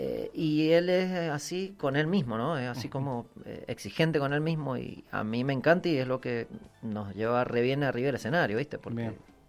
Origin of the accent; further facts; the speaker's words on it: General Las Heras, Buenos Aires Province, Argentina; yo en Las Heras, uh-huh. de donde soy